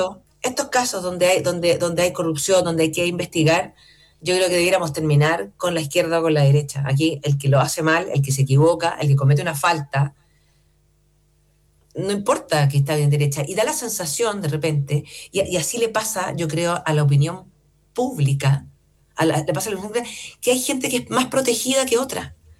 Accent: Chile; lo racista que somos los chilenos

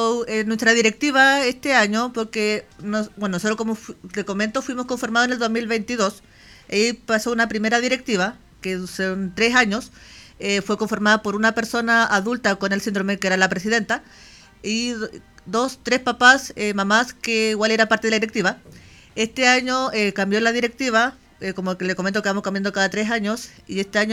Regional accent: Osorno, Los Lagos, Chile; Este año lo quisimos trasladar a Valdivia, bueno, yo soy de Osorno, y hay una persona adulta, hombre, que es de Valdivia, y somos las únicas personas del sur que somos conocidos con el síndrome.

